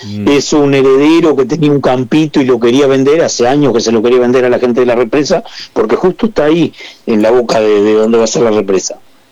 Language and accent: Spanish; Uruguay; Los dueños somos todos los uruguayos.